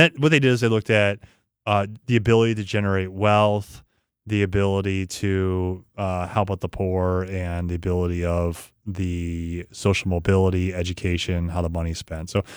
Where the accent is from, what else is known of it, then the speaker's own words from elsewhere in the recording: Chicago, Illinois, United States; So you know I grew up in Chicago, so you can imagine I have a lot of Chicago.